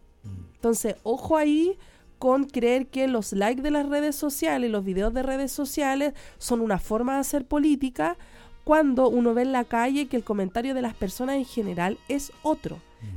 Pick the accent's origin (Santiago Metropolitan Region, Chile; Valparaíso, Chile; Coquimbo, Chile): Coquimbo, Chile; Salamanca; nosotros somos también ciudadanos de Salamanca